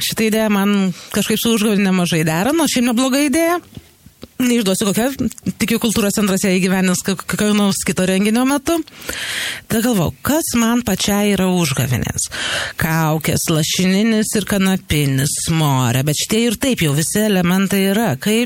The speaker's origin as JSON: {"language": "Lithuanian", "region": "Hamburg", "country": "Germany", "tie": "born or raised there", "also_born_or_lived": "Berlin", "moved": "yes", "lives_now": "Utena, Lithuania", "said": "Ar Hamburgą, kur mano vaikystė prabėgo, ar Kelną, kur yra mano nekraujo šeima, ar rinktis Berlyną, kur aš gyvenau."}